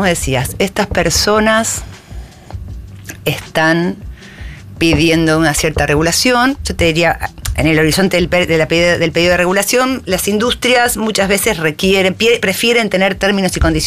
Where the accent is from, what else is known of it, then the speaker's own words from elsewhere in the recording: Argentina; para nosotros en Argentina